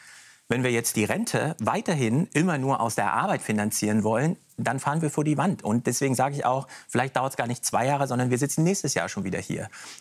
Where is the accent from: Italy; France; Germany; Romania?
Italy; Sardinia; ich komme aus Sardinien, man fliegt über das Mittelmeer